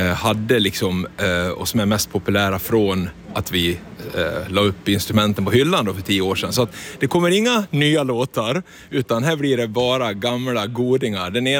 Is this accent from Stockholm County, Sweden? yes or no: no; Borlänge, Dalarna County, Sweden; Så att nu få starta upp igen hemma i Borlänge, ja, det känns väldigt rätt.